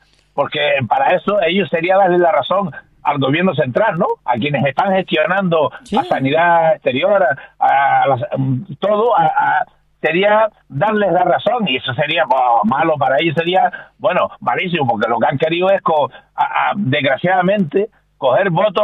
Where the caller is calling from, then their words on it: Canary Islands, Spain; los canarios siempre hemos sido solidarios y hemos sido humanitarios